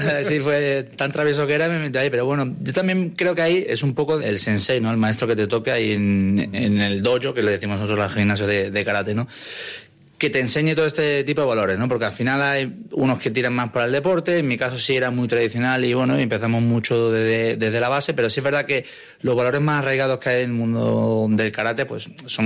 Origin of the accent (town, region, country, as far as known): Málaga, Andalusia, Spain; moved away as an adult; now in Madrid, Spain